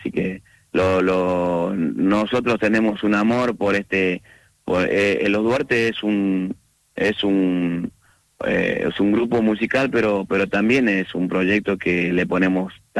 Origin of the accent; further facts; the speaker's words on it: Córdoba, Argentina; que es para nosotros el himno de nuestro de los norteños.